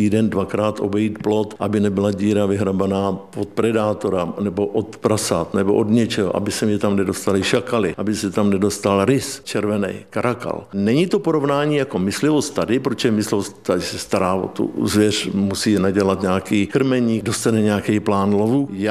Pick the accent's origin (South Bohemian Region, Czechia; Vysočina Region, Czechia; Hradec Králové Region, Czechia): Vysočina Region, Czechia; A navíc jsem z Vysočiny